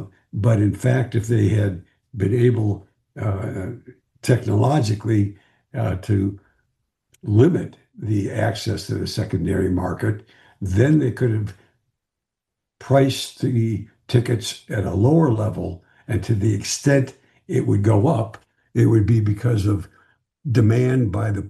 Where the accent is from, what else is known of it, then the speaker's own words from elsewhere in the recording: Detroit, Michigan, United States; No, I grew up in the Midwest in the, excuse me, in the 50s and early 60s.